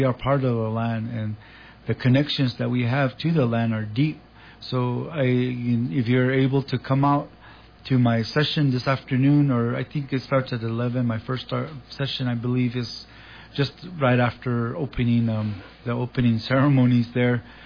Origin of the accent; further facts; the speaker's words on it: Tamaya, New Mexico, United States; It's just my perspective as growing up on Tamaya, at Tamaya, and just reflecting back what I was taught from my ancestors